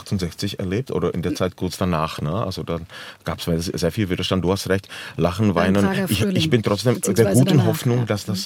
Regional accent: Bohemian Paradise, Czechia; viele Leser, Leserinnen aus Deutschland meine Bücher nachreisen, dass sie ins böhmische Paradies fahren, ja, wo ich herkomme. Nicht nur nach Prag oder dass sie Liberec Reichenberg besuchen.

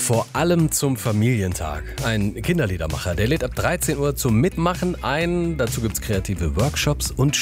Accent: Breitenbach, Thuringia, Germany; Die Original-Breitenbacher Füßlinge aus meinem Heimatdorf sind da. Das ist ein Verein, der Füßlinge macht. Das ist so eine Art Stoffschuh, der ganz früher in Breitenbach im Eichsfeld hergestellt wurde.

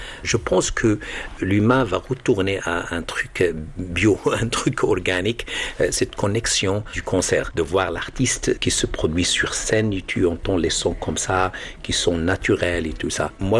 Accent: Morocco; now in United States; je suis américain intégré, mais culturellement, je suis amazigh.

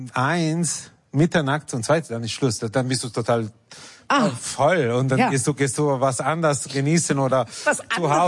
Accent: Bologna, Emilia-Romagna, Italy; German is a second language; moved away as an adult; now in Berlin, Germany; Naja, wenn man 19 ist und Bologna sich ein bisschen klein fühlt, will unbedingt weg von dieser kleinen Stadt.

